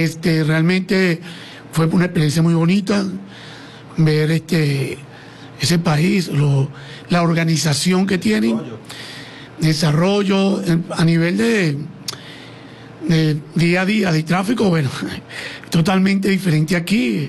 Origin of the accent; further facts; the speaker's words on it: Caracas, Capital District, Venezuela; moved away as an adult; now in Barquisimeto, Venezuela; soy natural de Caracas, me mudé a finales de los años 90 para acá, para esta ciudad de Barquisimeto, que me ha acogido muy bien